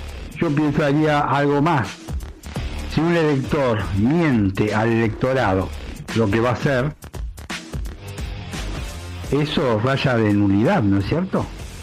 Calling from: Mar del Plata, Buenos Aires Province, Argentina; de Mar del Plata.

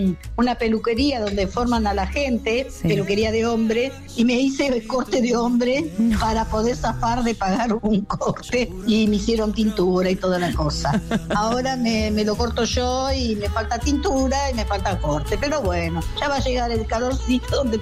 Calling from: Buenos Aires, Argentina; de Montserrat.

